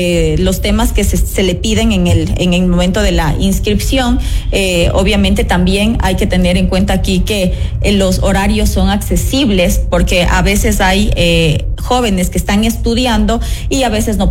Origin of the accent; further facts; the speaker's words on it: Ecuador; porque eso es lo que necesitamos como ecuatorianos